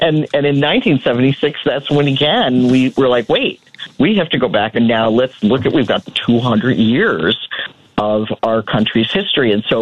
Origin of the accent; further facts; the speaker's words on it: Troy, New York, United States; I grew up in Troy.